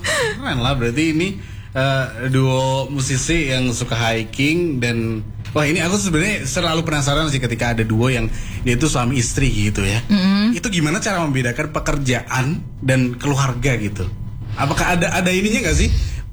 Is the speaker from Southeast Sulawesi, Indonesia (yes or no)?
no; Yogyakarta, Special Region of Yogyakarta, Indonesia; Orang Jogja.